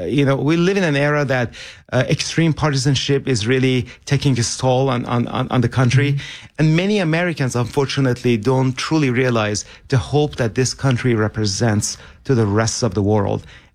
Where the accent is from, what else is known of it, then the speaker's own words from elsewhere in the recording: Iran; English is a second language; now in United States; as a kid growing up in Iran in the 1980s when the eight-year war was going on with Iraq